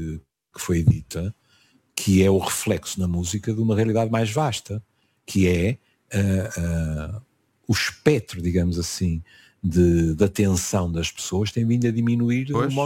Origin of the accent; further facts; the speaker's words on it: Porto, Norte, Portugal; Eu sou muito portuense nisso, porque tenho um ouvido granítico.